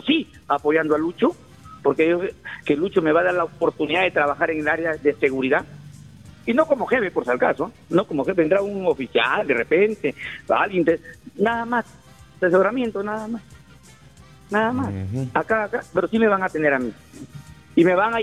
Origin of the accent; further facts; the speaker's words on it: Olmos, Lambayeque, Peru; mi pueblo de Olmos.